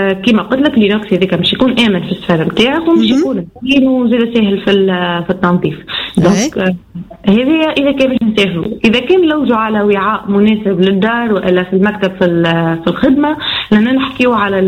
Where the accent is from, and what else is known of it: Tunisia